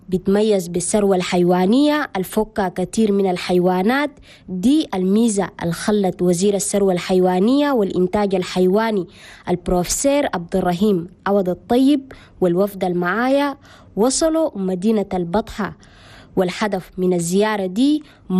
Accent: Chad; ومن كل التراب حنا بلدنا تشاد، من الشمال للجنوب

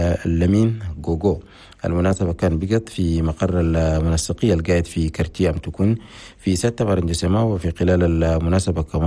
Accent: Chad; بالتعاون مع الجامعة الإنجيلية في بلدنا تشاد

